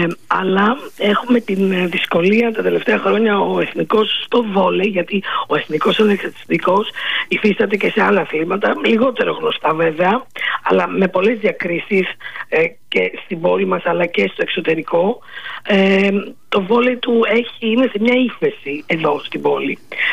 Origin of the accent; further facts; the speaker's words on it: Alexandroupoli, Eastern Macedonia and Thrace, Greece; να μιλήσω για την πόλη μου